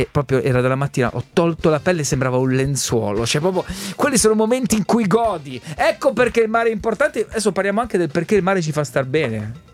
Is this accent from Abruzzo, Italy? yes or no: yes; Pescara, Abruzzo, Italy; also born or lived in Castel di Sangro; Sono stato dalle mie parti in Abruzzo. Io sono di Pescara, per chi non lo sapesse.